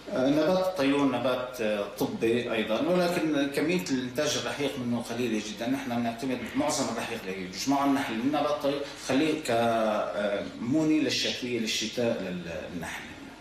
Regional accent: Homs, Homs Governorate, Syria; عندنا في حمص

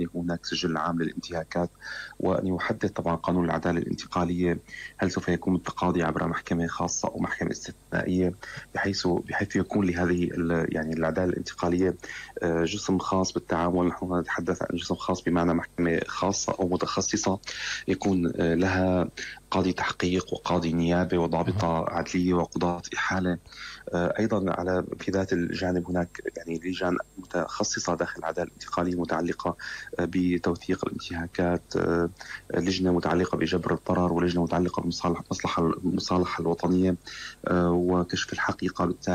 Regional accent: Syria; اشرحوا لنا كسوريين

